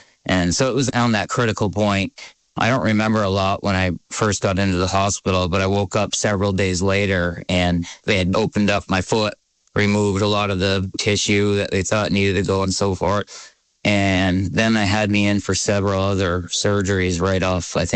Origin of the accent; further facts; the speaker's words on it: Burlington, Vermont, United States; I was born here in Vermont, down on North Avenue, Burlington. I ended up staying in the area.